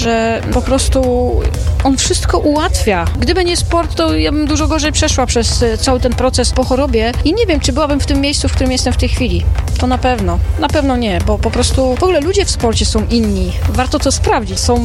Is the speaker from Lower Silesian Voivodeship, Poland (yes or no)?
no; Zielona Góra, Lubusz Voivodeship, Poland; przyjechałam z Zielonej Góry.